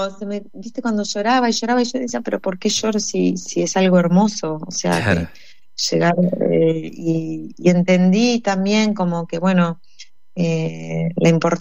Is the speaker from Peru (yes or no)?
no; Pehuajó, Buenos Aires Province, Argentina; moved away as an adult; now in Luján, Argentina; Yo nací en Pehuajó y cuando cumplí los 18 años me fui a estudiar a Buenos Aires.